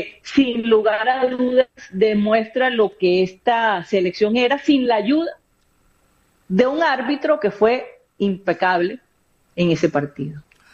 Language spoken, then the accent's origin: Spanish; Colombia; Pero nosotros como colombianos llevábamos eso a cuestas.